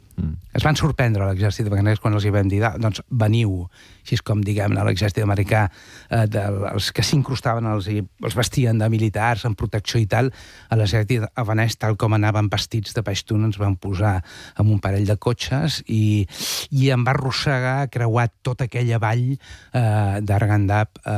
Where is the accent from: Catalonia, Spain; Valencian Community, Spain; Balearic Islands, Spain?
Catalonia, Spain; Sabadell; som de Sabadell